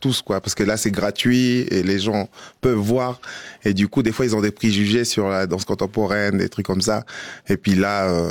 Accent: New Caledonia; Alors moi, je viens de la Nouvelle-Calédonie, c'est dans le Pacifique, c'est à côté de l'Australie, et je fais partie du peuple mélanésien.

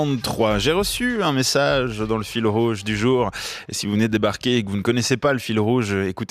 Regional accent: Geneva, Switzerland; je prenais le bus depuis la France voisine pour rentrer chez moi à Genève.

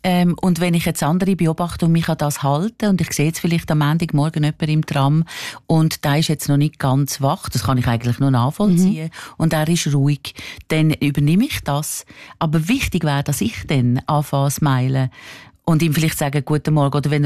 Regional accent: Switzerland; Und die letzte Kaiserin, die ja dann im Exil war bei uns in der Schweiz, die hat Zita geheissen.

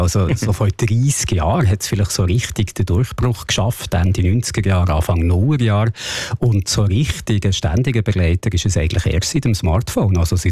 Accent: Switzerland; Da hat man als Schweizer noch gar nicht so Zugriff gehabt.

